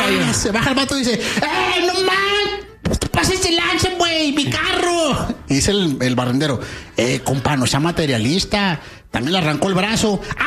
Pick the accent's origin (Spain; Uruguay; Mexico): Mexico; ¡Sabemos, man, somos mexicanos!